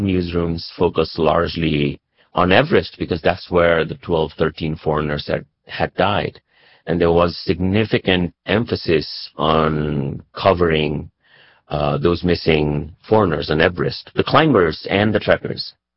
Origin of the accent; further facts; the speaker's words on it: United States; I say this as a Nepali American, I'm an American citizen, was born and raised here.